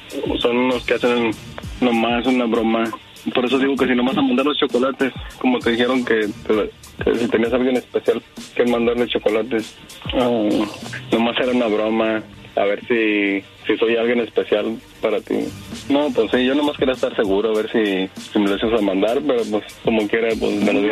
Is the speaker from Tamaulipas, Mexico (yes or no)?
no; Torreón, Coahuila, Mexico; miré que era de Torreón y pues yo también soy de Torreón